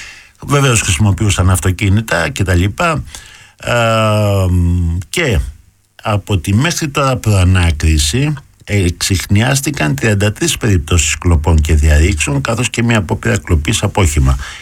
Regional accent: Patras, Western Greece, Greece; γιατί κατάγομαι από την Αγγλικάδα, εκεί μένει και η μάνα μάλωστε και συγγενείς μου

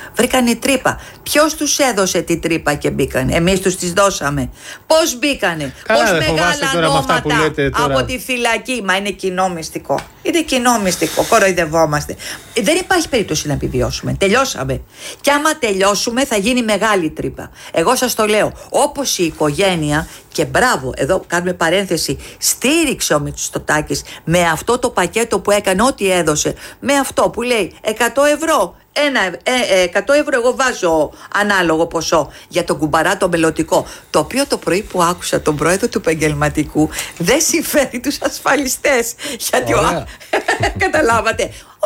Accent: Greece; Εγώ δεν μπορώ στην πατρίδα μου, την Ελλάδα, να νιώθω ξένη. Νιώθω ξένη στην πατρίδα μου.

